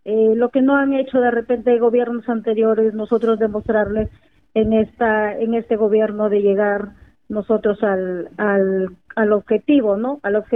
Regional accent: Olmos, Lambayeque, Peru; mi pueblo de Olmos y en los diferentes caseríos de Olmos

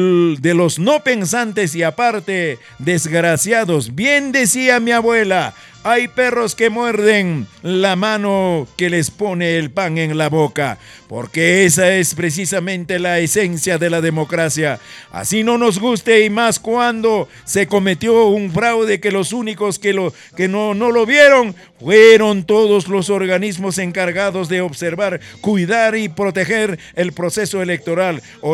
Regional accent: Colombia; muchos colombianos

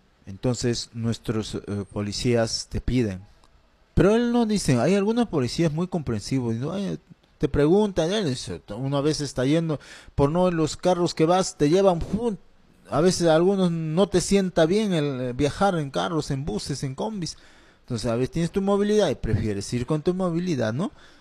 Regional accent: Peru; como peruanos, entre peruanos, estamos para poder sobrellevarnos algunas inconveniencias.

